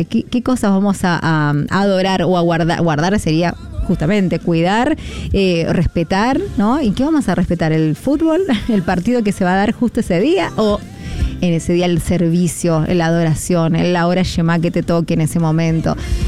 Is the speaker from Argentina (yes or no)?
yes; Argentina